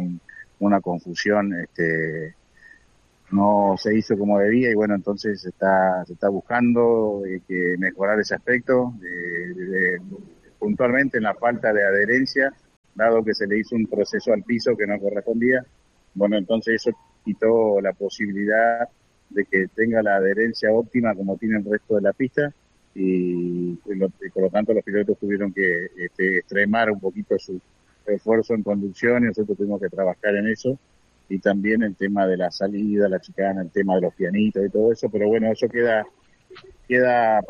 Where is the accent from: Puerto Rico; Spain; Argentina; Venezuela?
Argentina; Gualeguay, Entre Ríos